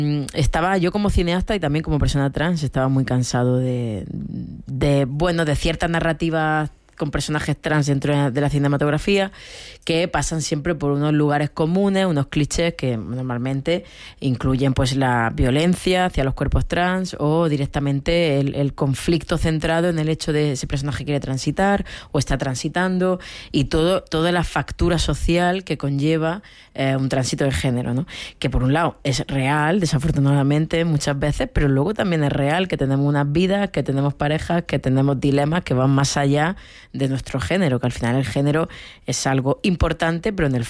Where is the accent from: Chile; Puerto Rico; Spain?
Spain; Níjar, Andalusia; born or raised there